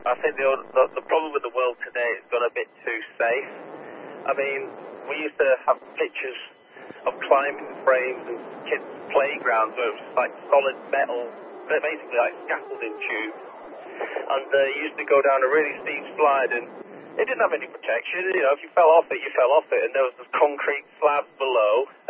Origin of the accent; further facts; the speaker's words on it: United Kingdom; being a British guy